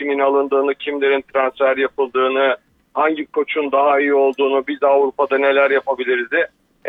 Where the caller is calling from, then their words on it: Istanbul, Turkey; İstanbul'dan arıyorum.